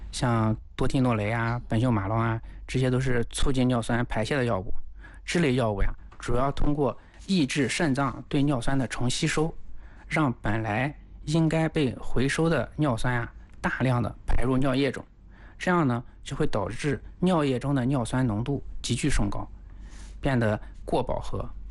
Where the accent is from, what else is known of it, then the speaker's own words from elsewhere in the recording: China; 在亚裔人群，就包括我们中国人，